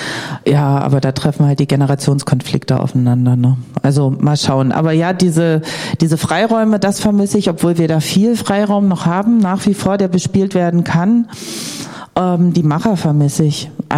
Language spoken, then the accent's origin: German; Görlitz, Saxony, Germany